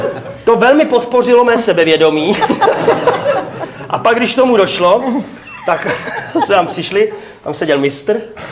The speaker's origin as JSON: {"language": "Czech", "town": "Chrast", "region": "Pardubice Region", "country": "Czechia", "said": "loni někdy to bylo u nás v Chrasti v kině. A v Chrasti doma u nás v kině a dávali poslední léč, hele."}